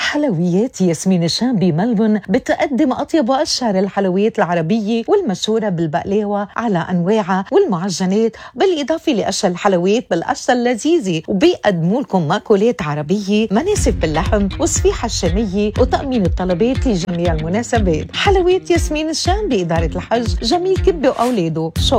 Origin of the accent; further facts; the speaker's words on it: Lebanon; هل نحن كلبنانيين